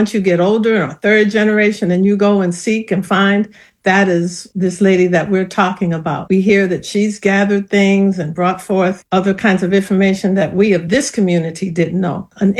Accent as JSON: {"language": "English", "area": "North", "region": "the North", "country": "United States", "said": "I'm originally from the North, and we had to learn it both as a poem and as a song."}